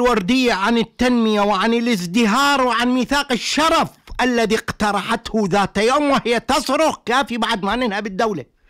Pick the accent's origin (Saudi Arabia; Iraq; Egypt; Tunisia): Iraq; Southern Iraq; إحنا الشماهي عندنا بالجنوب هو أصغر أنواع السمك،